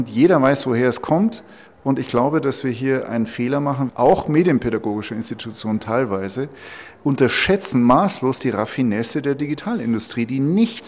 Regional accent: Bavaria, Germany; Und ich bin jetzt aus Bayern

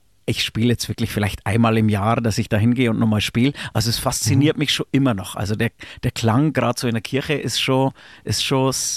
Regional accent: Kastl, Bavaria, Germany; ich komme aus Kastel, heißt es, das sind 1500 Einwohner mittlerweile, ja, genau.

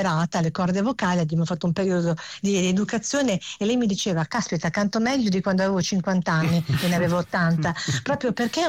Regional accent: Liguria, Italy; siamo liguri.

